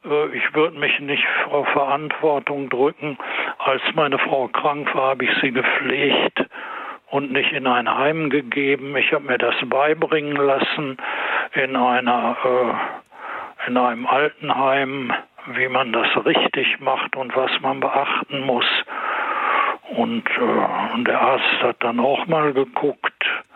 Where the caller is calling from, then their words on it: Paderborn, North Rhine-Westphalia, Germany; Ich rufe aus Paderborn an.